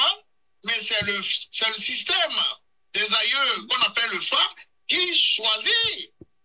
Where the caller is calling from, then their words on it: Benin; chez nous, au Bénin